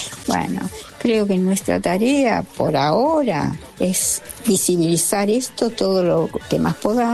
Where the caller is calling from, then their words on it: Balvanera, Buenos Aires, Argentina; Les mando un abrazo … de Balvanera.